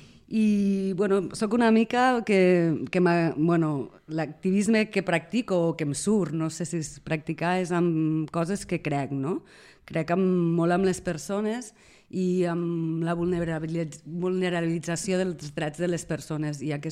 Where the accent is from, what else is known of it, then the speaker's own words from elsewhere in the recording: Cervià de les Garrigues, Catalonia, Spain; Jo sóc de Cervià de les Garrigues, d'un poble de 600 habitants. Les Garrigues és una de les comarques més deprimides de Catalunya. És una comarca super rural.